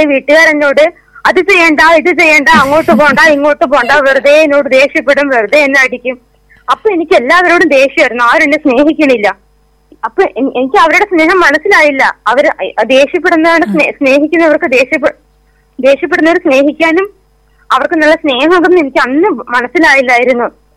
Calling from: Koduvayur, Kerala, India; ഞാന് കൊടുവായൂര്.

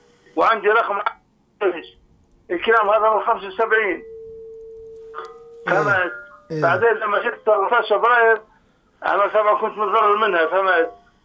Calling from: Libya

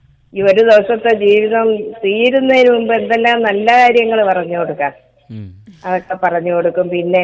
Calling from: Kerala, India

